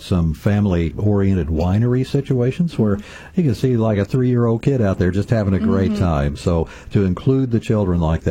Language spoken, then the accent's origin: English; Farmington, Missouri, United States; I'm from Farmington. I'm still here.